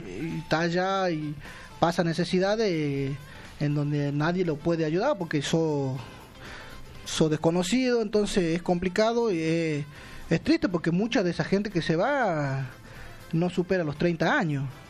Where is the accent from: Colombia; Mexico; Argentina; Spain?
Argentina; Bella Vista, Tucumán; also born or lived in García Fernández; Soy nacido en García Fernández. Está a 7 kilómetros de Bellavista, pero sí, mi infancia la he pasado en Bellavista. Yo he empezado en primer grado ahí, he terminado en quinto año en la misma escuela con mis mismos compañeros. Toda mi adolescencia, todo he pasado en Bellavista.